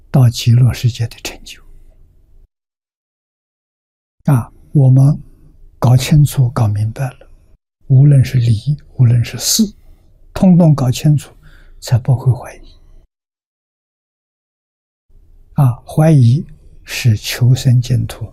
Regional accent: China

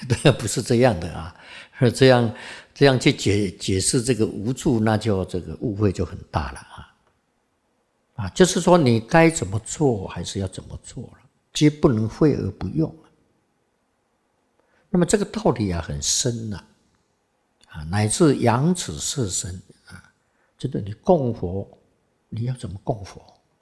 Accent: Xizhi, New Taipei, Taiwan; born there; 因为我是在北部出生的嘛，啊，我在汐止出生的嘛

